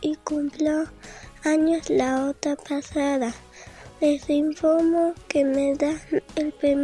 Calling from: Sololá, Guatemala; Y vengo de Sololá

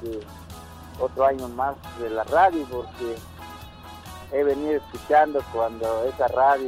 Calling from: San Juan Sacatepéquez, Guatemala Department, Guatemala; Aquí por Caserío Los Guates, por San Juan, Zacatepeque.

